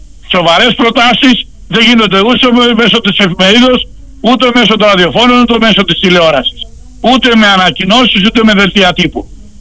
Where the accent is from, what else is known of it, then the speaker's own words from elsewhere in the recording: Patras, Western Greece, Greece; ως πατρινός, ως δημοσιογράφος και οπαδός της ομάδος